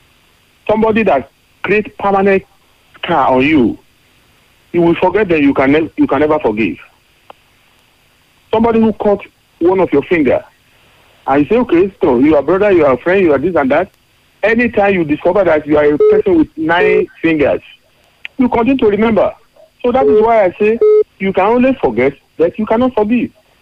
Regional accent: Kogi, Nigeria; from Yarajomo, Ikogi State.

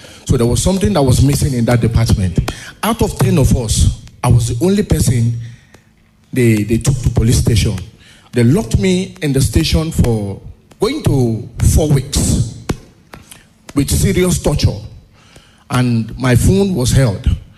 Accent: Cross River, Nigeria; now in Abuja, Nigeria; I am from Cross River State. I stay in Bega.

